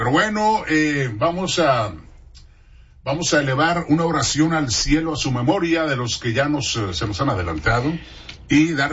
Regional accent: Mexico; nos identifican como ciudadanos mexicanos orgullosamente

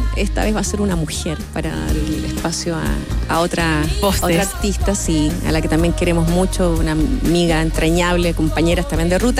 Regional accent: Chile; Somos especiales los chilenos también con lo nuestro, ¿no? No así con lo afuera, pero con lo nuestro somos distintos.

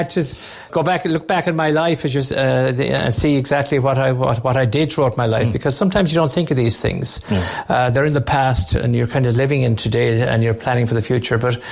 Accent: Ballynacally, County Clare, Ireland; born there; Yes, I was born in Ballynacally. My parents were farmers.

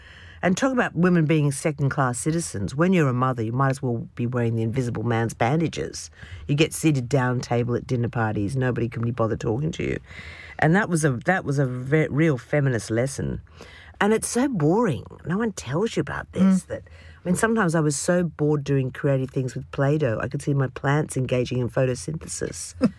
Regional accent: Australia; especially when it came to Australians. They saw us as the Irish of the Pacific, a kind of recessive gene.

